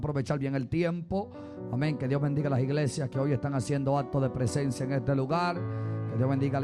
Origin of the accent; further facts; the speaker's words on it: Charallave, Miranda, Venezuela; Respondemos al nombre de … Venimos de los valles del Tuy, amado, de allá de Charallave.